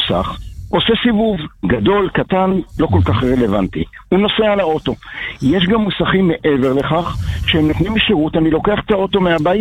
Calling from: Bnei Brak, Tel Aviv District, Israel; מבני ברק.

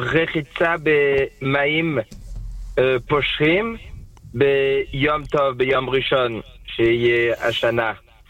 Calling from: London, United Kingdom

